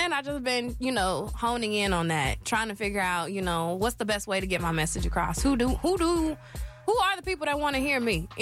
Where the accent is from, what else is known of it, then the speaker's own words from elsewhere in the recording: Tulsa, Oklahoma, United States; my hometown, Tulsa, Oklahoma.